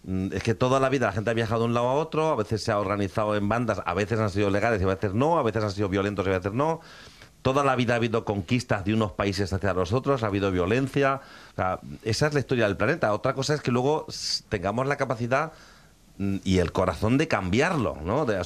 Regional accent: Badalona, Catalonia, Spain; Venimos de Badalona y justo lo decimos

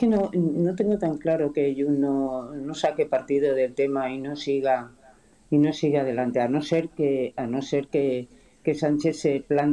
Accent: Spain

